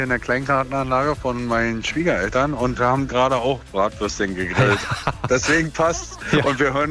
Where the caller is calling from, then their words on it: Ahrensfelde, Brandenburg, Germany; Ich aus Ahrensfelde.